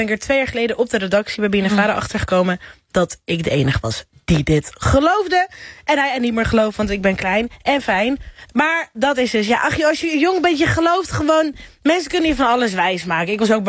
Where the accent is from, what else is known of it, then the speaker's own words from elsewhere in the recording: Netherlands; in de Sahara, want daar kom ik als Nederlander heel vaak.